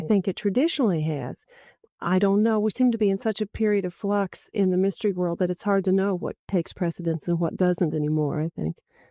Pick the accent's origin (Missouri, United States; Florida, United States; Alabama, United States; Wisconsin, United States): Missouri, United States; Kansas City; And although I was raised in Kansas City, I didn't even know an area existed called the Flint Hills of Kansas.